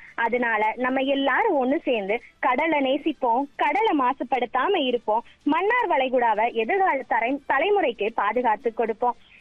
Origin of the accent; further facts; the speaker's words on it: Thoothukudi, Tamil Nadu, India; moved away as an adult; now in Ramanathapuram, India; நான் என்னோட சொந்த ஊர் தூத்துக்குடி, நான் படிப்புக்காக தான் இங்க வந்திருக்கிறேன்.